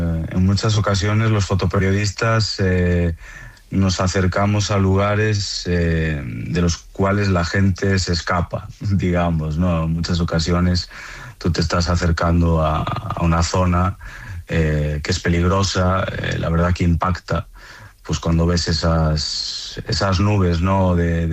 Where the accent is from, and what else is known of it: Galicia, Spain